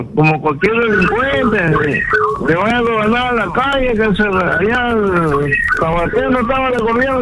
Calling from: Chiclayo, Lambayeque, Peru; De acá de Chiclayo, señor.

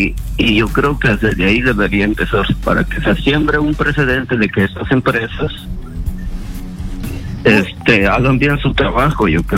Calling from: Piura, Peru; Bueno, yo soy de Piura, Bajo Piura

